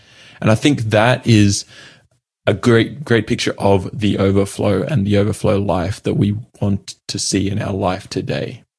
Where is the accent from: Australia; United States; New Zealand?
Australia; Number one, I'm Australian. You can tell a little bit by my accent.